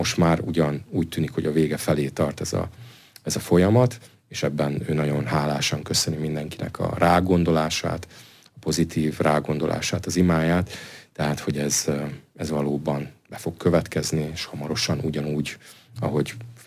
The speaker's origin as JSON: {"language": "Hungarian", "country": "Hungary", "said": "Hát ugye magyarként, katolikusként azt tudom mondani, hogy én ennek nagyon szurkolok."}